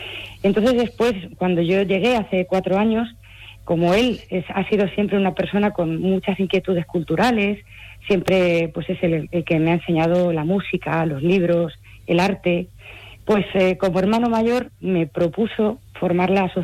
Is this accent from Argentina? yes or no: no; Madrid, Community of Madrid, Spain; moved away as an adult; also born or lived in Segovia; now in Cortelazor, Spain; con 3 años, mis padres, que son de aquí, de Cortelazor y de Fuenteridos, nos llevaron a Madrid